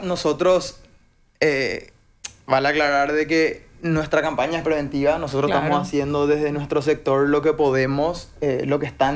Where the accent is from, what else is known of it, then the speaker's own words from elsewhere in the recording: Paraguay; como paraguayos tratamos de cuidarnos un poco entre todos.